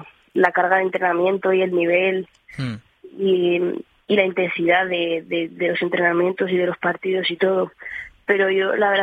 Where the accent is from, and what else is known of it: Castellón province, Valencian Community, Spain; born there